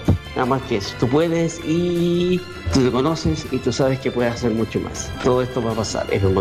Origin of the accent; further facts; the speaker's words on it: Coquimbo, Chile; Yo soy de Coquimbo, pero estoy en otra región. Un abrazo a mi coterrano de Coquimbo